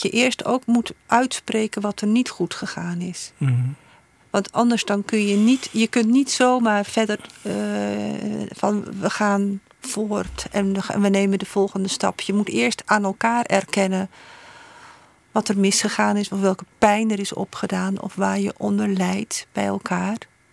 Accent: Netherlands

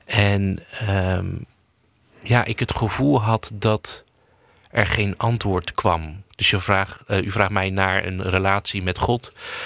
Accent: Alblasserdam, South Holland, Netherlands; now in Zegge, Netherlands; Ik ben opgegroeid in Alblasserdam. Dat is een dorpje bij Dordrecht. Zwaar gereformeerd dorpje. Ik heb daar op een christelijke basisschool gezeten.

